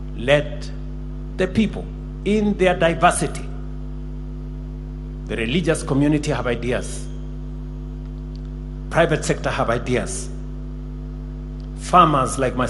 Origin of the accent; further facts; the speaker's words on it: Kenya; as a Kenyan myself.